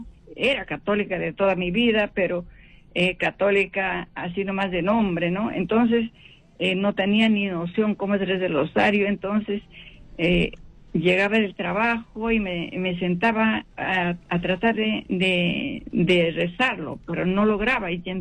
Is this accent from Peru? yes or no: yes; Chachapoyas, Amazonas, Peru; moved away as an adult; now in Lima, Peru; yo soy de Chachapoyas